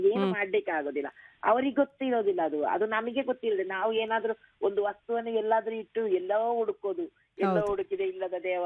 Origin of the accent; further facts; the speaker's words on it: Kodagu, India; first language Kodava; Kannada is a second language; ನಾವು ಮೂಲತಃ ಕೊಡವ ಭಾಷೆಯವರು.